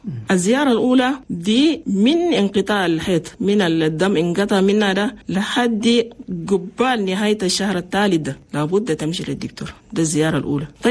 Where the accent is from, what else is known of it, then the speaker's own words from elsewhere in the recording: Chad; لأننا نحن عندنا في تشاد نسبة موت عن الأمهات اللي بموت في ولودة كتير مرة واحد